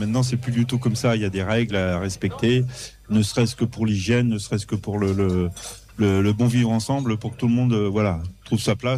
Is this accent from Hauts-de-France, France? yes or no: no; Brittany, France; Enfin, moi, je connais bien puisque je suis de. On est posé des Côtes d'Armor.